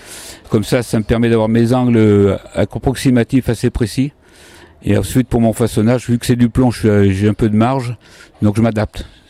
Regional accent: Vichy, Auvergne-Rhône-Alpes, France; vu que j'étais originaire de Vichy, donc je suis revenu dans la région

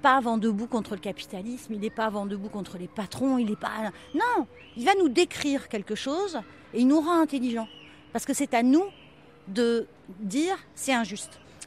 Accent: Nice, Provence-Alpes-Côte d'Azur, France; born there; also born or lived in Göttingen; On était à Göttingen et elle était partie sur Nice, là où étaient ses parents, et je suis née à Nice pour ça.

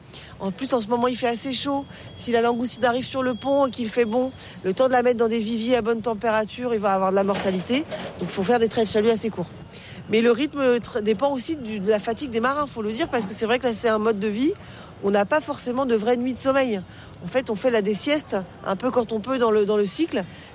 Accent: Brittany, France; le bao, sinon chez nous en Bretagne.

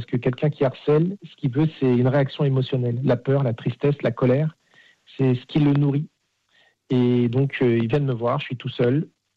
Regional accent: Nanterre, Île-de-France, France; de base, moi, j'étais de Nanterre, j'étais dans une cité. Donc, je suis arrivé à Rueil-Malmaison.

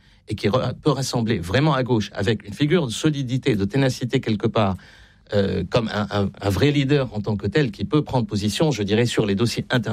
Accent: France; on a un peu mangé notre chapeau aussi en tant que Français.

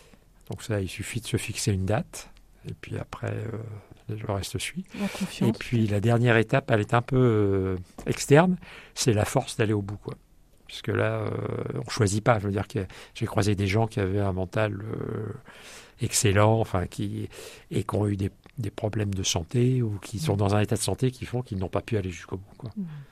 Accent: France; t'es Français, oui, moi aussi

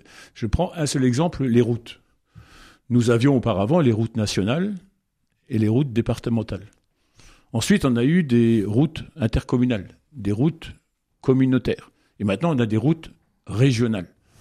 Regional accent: Grand Est, France; ben nous, je vais demander qu'on redevienne Lorrain.

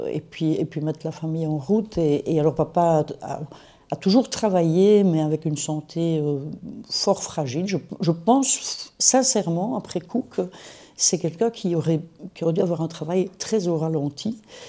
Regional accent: Wallonia, Belgium; Oui, je suis originaire de la Famenne. En effet, je suis née à Marlois.

